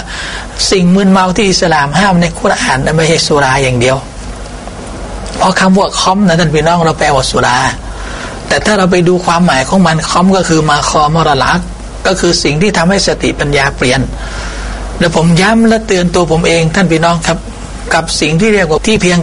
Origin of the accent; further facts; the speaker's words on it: Bangkok, Thailand; ผมเป็นมุสลิมผมเป็นคนไทยผมเกิดในประเทศไทยผมคนกรุงเทพแท้ๆ